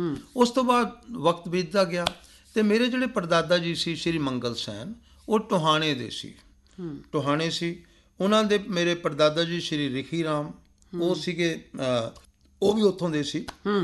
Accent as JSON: {"language": "Punjabi", "town": "Sanaur", "region": "Punjab", "country": "India", "tie": "born there", "also_born_or_lived": "Patiala", "said": "ਸਨੌਰ ਮੇਰੇ ਡੈਡੀ ਦੀ ਮਾਸੀ ਸੀਗੀ, ਉੱਥੇ 55 'ਚ ਮੇਰਾ ਬਰਥ ਹੋਇਆ, 60 'ਚ ਮੇਰੇ ਛੋਟੇ ਭਰਾ ਦਾ ਬਰਥ ਹੋਇਆ। ਫਿਰ ਅਸੀਂ ਪਟਿਆਲੇ ਸ਼ਿਫਟ ਕਰ ਗਏ"}